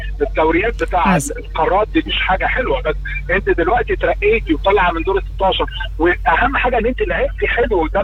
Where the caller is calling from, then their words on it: Egypt; أنا واحد مصري